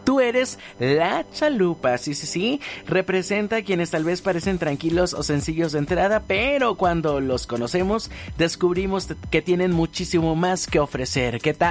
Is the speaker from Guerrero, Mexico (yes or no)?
yes; Guerrero, Mexico; moved away; yo soy de Guerrero